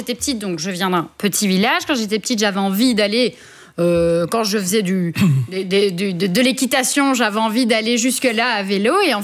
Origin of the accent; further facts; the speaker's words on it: Lillois, Wallonia, Belgium; J'ai grandi à Lillois, qui est entre Nivelles et Braine-l'Alleud.